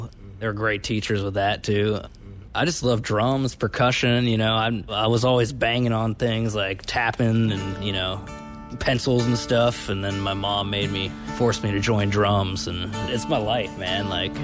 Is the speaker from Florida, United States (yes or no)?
no; Pittsburgh, Pennsylvania, United States; I'm from Pittsburgh, Pennsylvania.